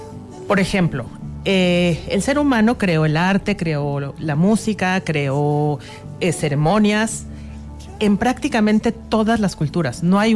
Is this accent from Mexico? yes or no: yes; Mexico; como mexicanos y en este país